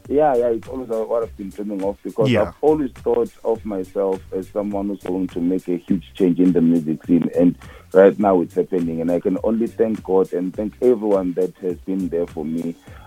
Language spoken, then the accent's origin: English; Durban, KwaZulu-Natal, South Africa; also born or lived in Melmoth, KwaZulu-Natal; now in Johannesburg, South Africa; I grew up in Durban, and then I came here in Joburg.